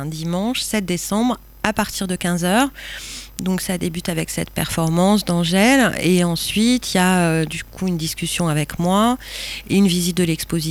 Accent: Île-de-France, France; moved away as an adult; now in Sète, France; au départ de région parisienne, mais je vis à Sète depuis 3 ans, dans le sud de la France.

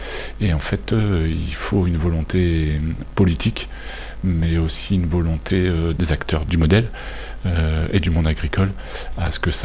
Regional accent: Vannes, Brittany, France; Je suis de Vannes, moi, fils d'ouvrier, travailleur dans le social

